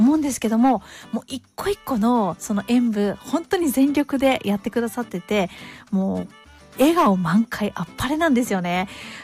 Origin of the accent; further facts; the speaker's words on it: Kazuno, Akita, Japan; いつも私の地元のこの青葉祭りを皮切りにして、私自身はこう、カズノで今から行われていく